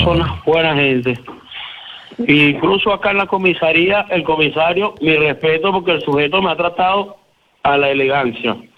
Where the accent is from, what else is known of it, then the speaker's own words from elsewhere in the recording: Caracas, Capital District, Venezuela; moved away; Yo soy de Caracas, la capital.